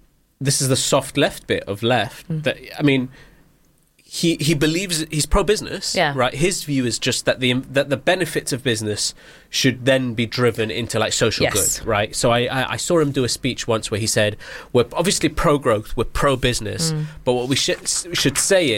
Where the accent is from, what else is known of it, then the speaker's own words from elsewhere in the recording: London, United Kingdom; I'm so London